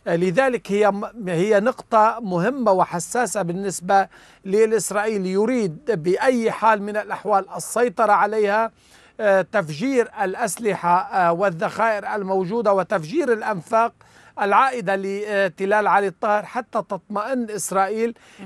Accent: Lebanon; هذه مسألة تعودنا عليها كلبنانيين

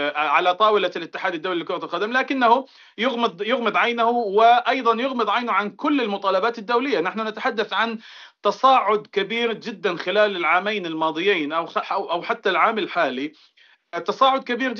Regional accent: Palestine; نحن كفلسطينيين وكصحفيين رياضيين

